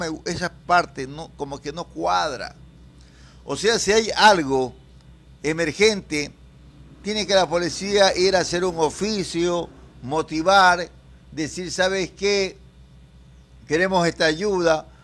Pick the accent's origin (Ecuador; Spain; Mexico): Ecuador; nosotros, como ecuatorianos